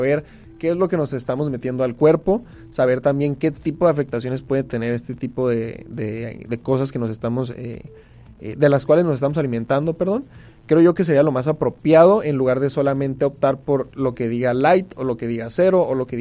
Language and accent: Spanish; Mexico; nuestra cultura como mexicanos